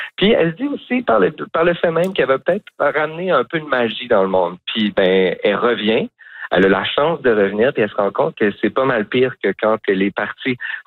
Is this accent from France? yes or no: no; Quebec, Canada; moved away; je viens de la Gaspésie, ici, de la baie des Chaleurs